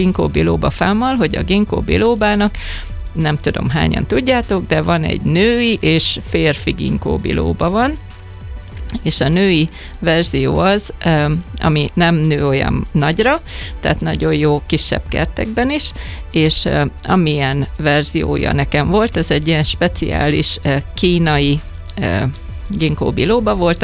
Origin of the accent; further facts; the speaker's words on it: Hungary; megmutattam velük, hogy magyar vagyok